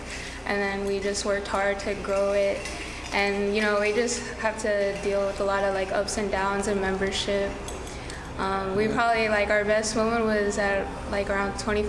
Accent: Louisiana, United States; moved away as an adult; now in Austin, United States; my people are the Mandan, Hidatsa, and Arikara Nation, but I grew up off-reservation in a very small town in Louisiana, so it was the same thing about, like, as soon as I moved to Austin

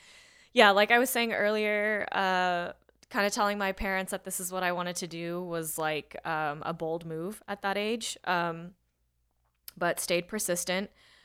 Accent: Round Rock, Texas, United States; I grew up in Round Rock and went to school out there.

